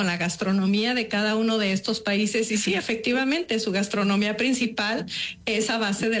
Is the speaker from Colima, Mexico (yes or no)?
no; Chihuahua, Mexico; mi tierra en Chihuahua